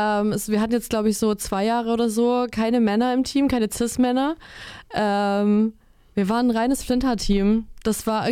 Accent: Swabia, Germany; now in Thuringia, Germany; ich komme nämlich aus Schwaben.

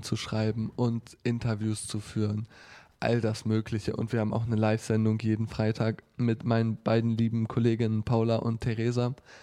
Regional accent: Detmold, North Rhine-Westphalia, Germany; moved away as an adult; now in Saalfeld, Germany; Ich bin aus Detmold. Das ist in der Nähe von Bielefeld.

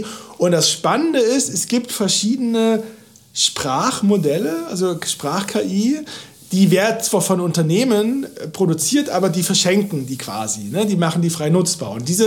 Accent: Halle, Saxony-Anhalt, Germany; born or raised there; moved away as an adult; now in Berlin, Germany

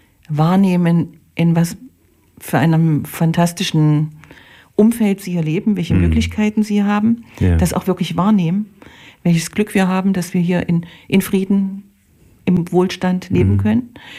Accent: Germany; ich bin in der DDR groß geworden und ich weiß, dass es gar nicht so viel braucht, um glücklich zu sein.

